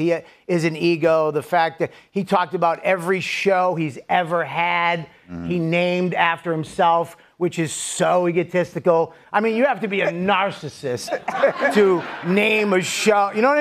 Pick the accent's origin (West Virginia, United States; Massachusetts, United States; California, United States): Massachusetts, United States; Boston; I'm from Boston.